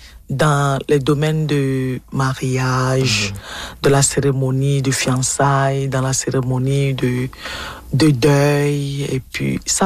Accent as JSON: {"language": "French", "country": "Togo", "moved": "yes", "lives_now": "Winnipeg, Canada", "said": "je suis togolaise"}